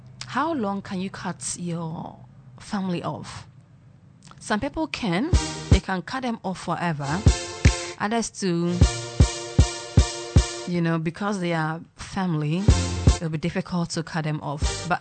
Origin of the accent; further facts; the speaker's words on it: Ghana; I'm Ghanaian